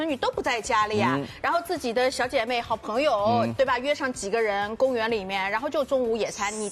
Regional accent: Shanghai, China; 我们上海人本来就很喜欢的味道

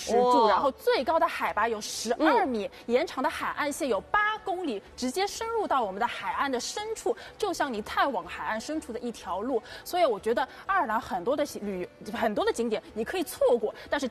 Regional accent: United Kingdom; 也是我们英国人周末度假的一个圣地。

